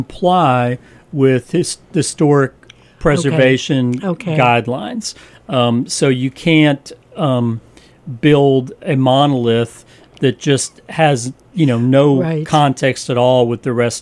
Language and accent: English; Virginia, United States; moved away as an adult; now in Savannah, United States; I was living in Blacksburg, Virginia at the time, which is in the southwest part of the state, close to my hometown.